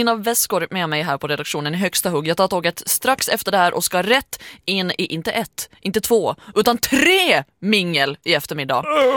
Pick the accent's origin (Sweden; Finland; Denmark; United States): Finland; Jag är ett finlandssvensk kulturbarn som sagt.